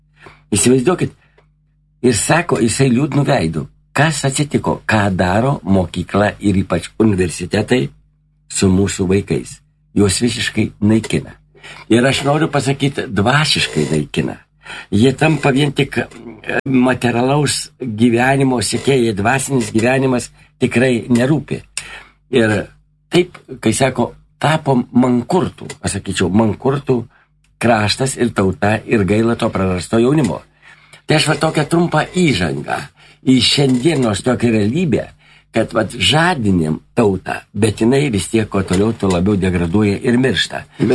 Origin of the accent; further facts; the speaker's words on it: Vilnius, Vilnius County, Lithuania; Ir aš va kartais jaunimas lyg tai nenori pasakyti, kad iš yra iš provincijos, aš vilnietis.